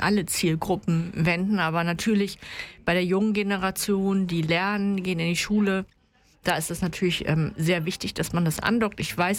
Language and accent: German; Schleswig-Holstein, Germany; Ich komme aus Nordfriesland